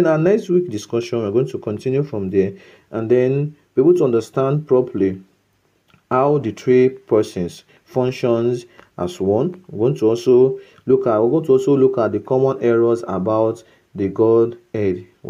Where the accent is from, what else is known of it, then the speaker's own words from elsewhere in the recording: Okada, Edo, Nigeria; from Okada Town, Edo State, and it's a pleasure having this discussio